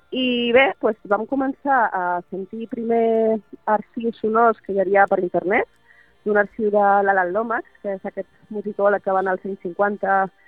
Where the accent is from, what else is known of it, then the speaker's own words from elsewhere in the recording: Balearic Islands, Spain; Perquè és veritat que jo soc eivissenca, sí, però de família que ve de fora.